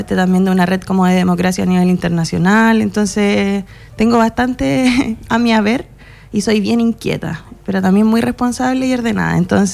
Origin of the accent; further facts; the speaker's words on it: Rancagua, O'Higgins, Chile; also born or lived in San Fernando / Chépica; Nací en San Fernando, estuve hasta los 14 años en Ancagua, después me fui a vivir a Chépica. Mis abuelos son agricultores. Entonces he hecho toda mi vida en la región. Soy bien ojiguinista, por decirlo así. Después me vine acá a Rancagua a estudiar enfermería